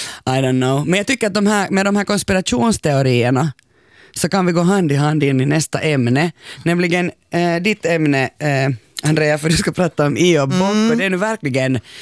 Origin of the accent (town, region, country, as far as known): Uusimaa, Finland; accent: Nyland dialect